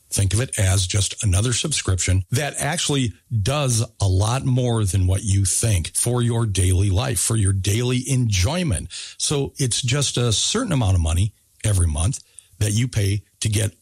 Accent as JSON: {"language": "English", "town": "Wenatchee", "region": "Washington", "country": "United States", "said": "And I'm from Wenatchee."}